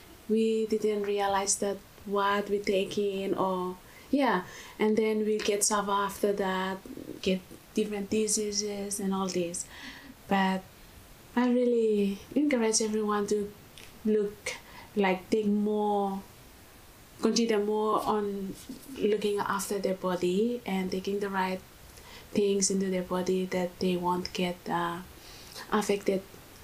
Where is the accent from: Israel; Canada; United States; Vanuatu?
Vanuatu; moved away as an adult; now in Kangaroo Valley, Australia; I'm from Vanuatu.